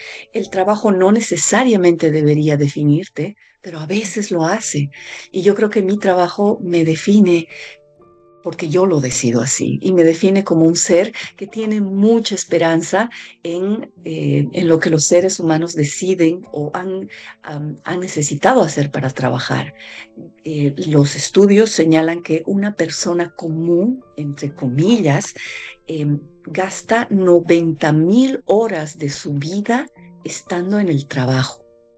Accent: Bolivia; moved away as an adult; now in Hawaii, United States; soy boliviana, resido en Hawái desde, van a ser 7 años ya

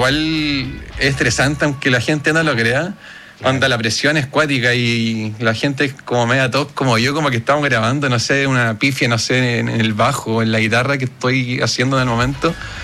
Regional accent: Machalí, O'Higgins, Chile; also born or lived in Rancagua; Nací en Rancagua, pero claro, ahora después me fui a Machalí. He estado produciendo gente de ahí, de la región.

